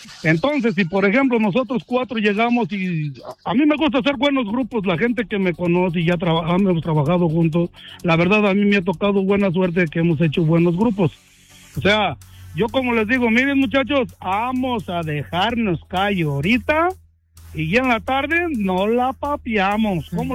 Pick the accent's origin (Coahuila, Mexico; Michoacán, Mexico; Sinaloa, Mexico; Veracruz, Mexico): Michoacán, Mexico; Tangamandapio; moved away; De allá de mi Tangamandapio